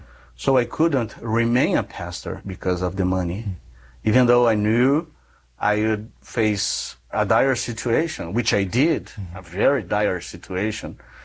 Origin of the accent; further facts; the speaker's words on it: Brazil; English is a second language; But during my profession of faith, at the Catholic Cathedral in my hometown, the bishop of my hometown asked me to share my testimony someone, without me knowing, someone taped it and put it on the internet, and it went viral in Brazil.